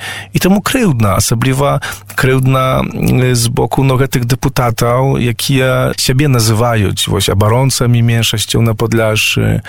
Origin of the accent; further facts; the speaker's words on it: Poland; мы беларусы робім, тое, што мы, як беларусы, ведаем пра гэтыя пасляваенныя падзеі, гэта нічога не абазначае пакуль. Гэта нашая памяць меншасця ў Польшчы